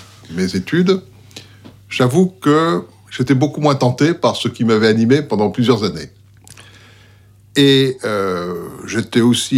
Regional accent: Paris, Île-de-France, France; Je suis né à Paris. J'ai passé toute mon enfance à Paris. J'ai fait des études de droit et de Sciences Po. À Paris, rue Saint-Guillaume.

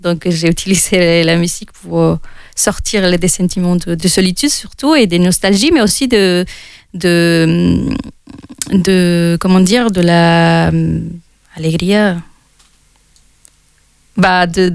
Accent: Mexico; French is a second language; moved away as an adult; now in France; Et moi, je venais du Mexique. Je ne suis jamais allée dans un autre pays pour vivre.

